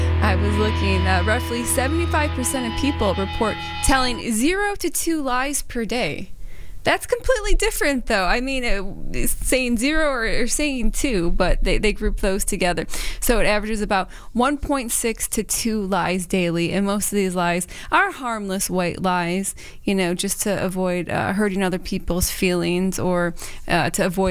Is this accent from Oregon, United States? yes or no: no; New York, United States; we will, and we're from New York too.